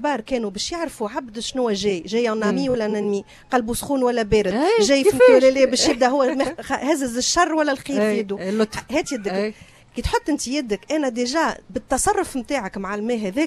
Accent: Tunisia; تونس نتاعنا تونس اللي انا في قلبي اللي انا تربيت بها تونس اللي انا فخوره بها نوتر انتيسيتي نوتر كولتور نوتر اي انا تونسيه وفخوره اني تونسيه

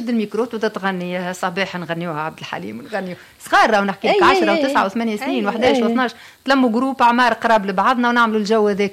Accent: Tunisia; في مجتمعنا التونسي

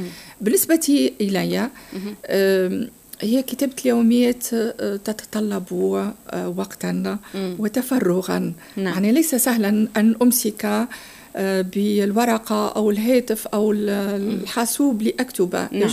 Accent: Tunisia; أعيشه أنا كتونسية

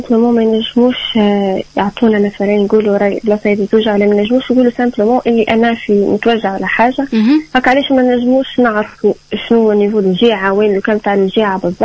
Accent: Gafsa, Gafsa Governorate, Tunisia

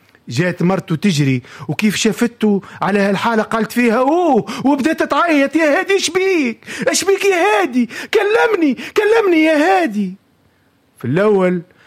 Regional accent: Tunisia; احنا تونسي ديما في جره بعض الشيء

